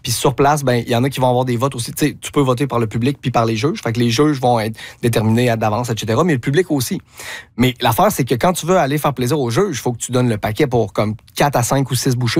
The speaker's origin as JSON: {"language": "French", "region": "Quebec", "country": "Canada", "said": "nous autres, on est des gars de créativité, on est québécois"}